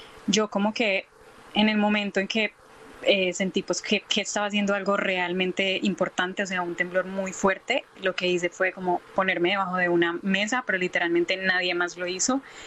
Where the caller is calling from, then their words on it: Medellín, Antioquia, Colombia; Yo vivo en Medellín.